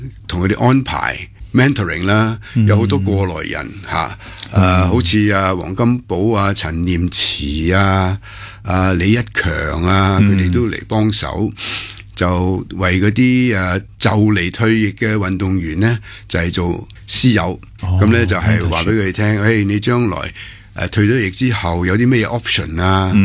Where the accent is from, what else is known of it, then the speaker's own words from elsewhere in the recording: Hong Kong; 我哋香港人